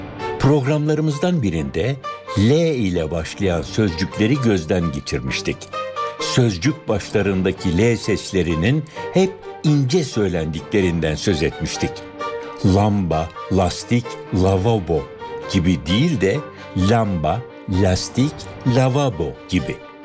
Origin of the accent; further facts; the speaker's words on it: Kahta, Adıyaman, Turkey; Kahta. Ben aslen kahtalıyım.